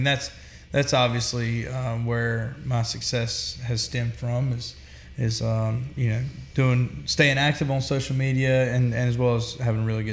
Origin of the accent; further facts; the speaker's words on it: Lexington, North Carolina, United States; moved away as an adult; now in Nashville, United States; I'm from Lexington, North Carolina originally, but I signed a record deal and moved to Nashville, Tennessee probably about a year and a half ago, maybe a little over.